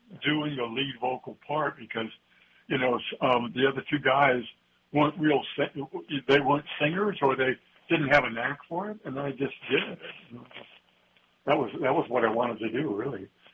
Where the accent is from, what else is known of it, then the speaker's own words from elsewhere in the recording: California, United States; growing up in California, you know